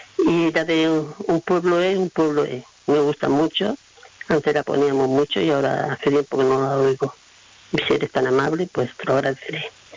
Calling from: Spain; de Sonserra.

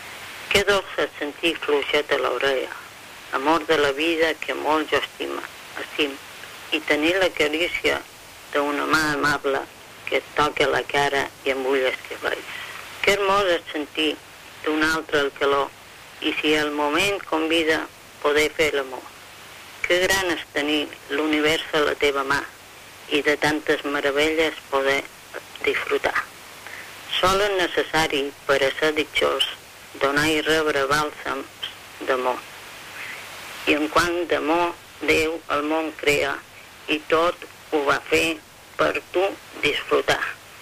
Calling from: Palma, Balearic Islands, Spain; Hola, bona nit. … de Palma.

